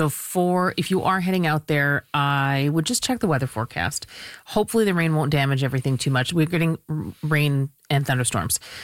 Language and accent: English; India; now in Canada; well, that's because I'm Indian and any Indian will tell you that.